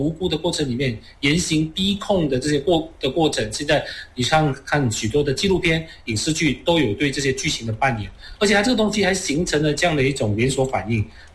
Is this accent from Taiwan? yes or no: no; Malaysia; 从我们马来西亚人的了解的语境